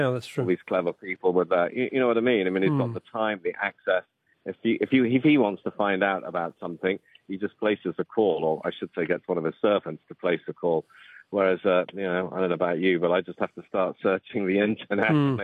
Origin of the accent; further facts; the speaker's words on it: South East England, United Kingdom; I'm from Oxfordshire. I'm an Oxonian, I live in Oxford, so not very far from Piddington.